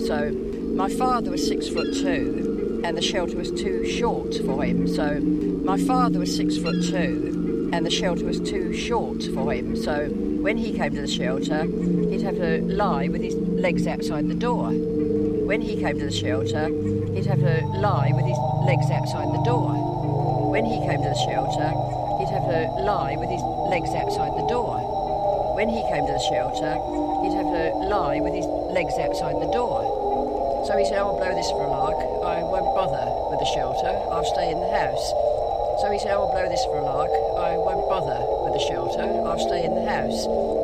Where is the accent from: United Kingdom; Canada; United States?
United Kingdom; South East England; also born or lived in London; Moved into Kent when I was six, just as Hitler was coming to power. Just as Hitler was coming to power.